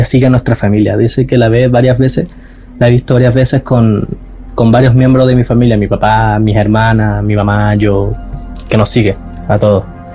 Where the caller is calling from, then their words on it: Iquique, Tarapacá, Chile; nosotros somos de Iquique.